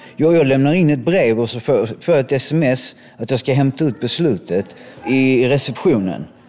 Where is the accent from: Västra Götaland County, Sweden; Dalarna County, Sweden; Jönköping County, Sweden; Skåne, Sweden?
Skåne, Sweden; Malmö; now in Perstorp, Sweden; jag kommer från Malmö